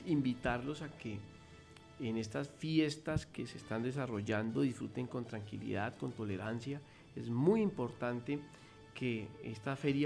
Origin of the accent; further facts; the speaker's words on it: Tocaima, Cundinamarca, Colombia; moved away as an adult; now in Bucaramanga metropolitan area, Santander, Colombia; Yo soy oriundo de Cundinamarca, Tocaima, pero yo siempre digo que uno no es de donde nace, uno es de donde pelea y de donde trabaja, y pues en este momento pues soy aquí santandereano porque llegué fue a trabajar por Santander